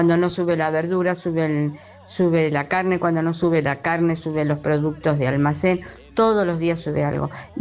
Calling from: Lomas de Zamora, Buenos Aires Province, Argentina; de Lomas de Zamora. Tengo 70 años

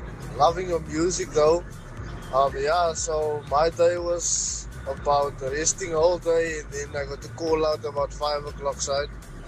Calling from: Cape Town, Western Cape, South Africa; I'm from Elsie River. I'm driving out of Malmesbury side now.

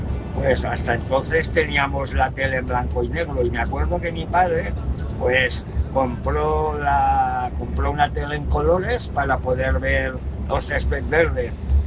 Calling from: Cádiz, Andalusia, Spain; desde Cádiz.

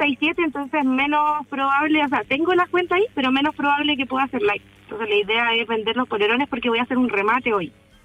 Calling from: Independencia, Santiago Metropolitan Region, Chile

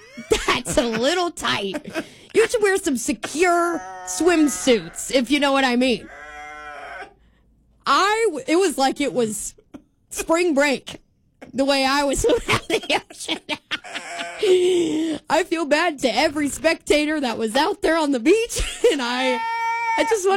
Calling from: Nebraska, United States; I'm just from Nebraska.

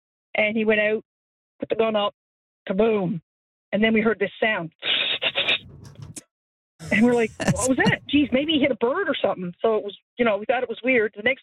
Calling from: Newfoundland and Labrador, Canada; Port Cove.

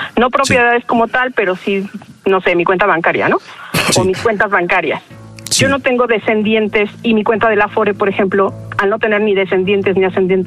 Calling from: Mexico City, Mexico; De la CDMX.

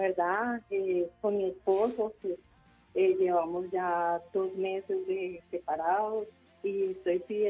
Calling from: Girardot, Cundinamarca, Colombia; Bien, de acá de Girardot.

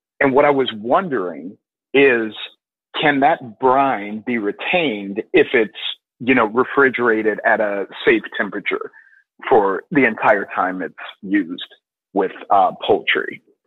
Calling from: Chicago, Illinois, United States; Chicago, Illinois.

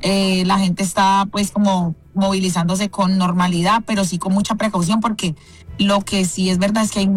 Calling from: Cali, Valle del Cauca, Colombia; realmente yo soy de Cali, no tengo familia en Buenaventura

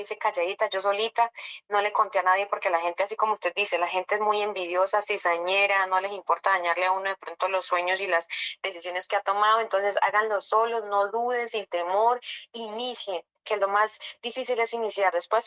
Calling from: Bogotá, Colombia; Bogotá, Ciudad de la Colsubsidio.

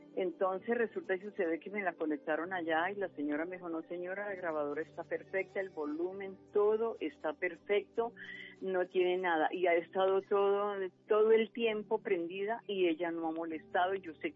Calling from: Girardot, Cundinamarca, Colombia; Estoy en Girardot.

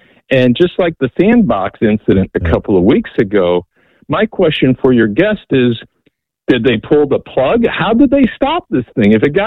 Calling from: Port St. Lucie, Florida, United States; Just north of West Palm Beach.

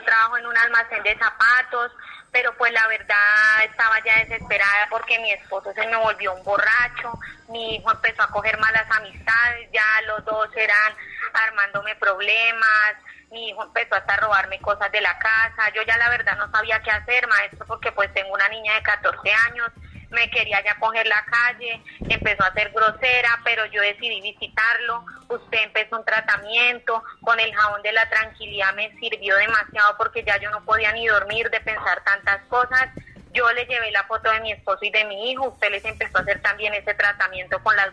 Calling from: Duitama, Boyacá, Colombia; lo llamo desde Duitama, Boyacá

